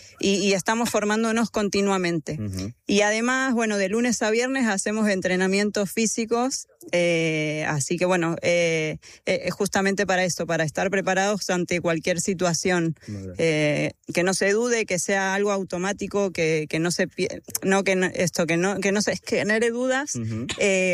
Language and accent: Spanish; Argentina; moved away as an adult; yo vengo de Argentina con una formación de un año, y bueno, y la experiencia también.